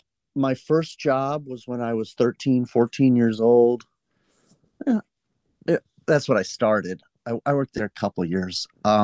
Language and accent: English; Evanston, Illinois, United States; I grew up in Evanston.